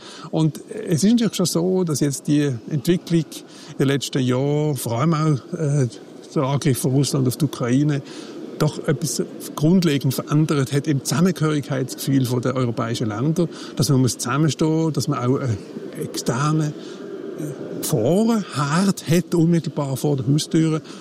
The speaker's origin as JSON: {"language": "German", "country": "Switzerland"}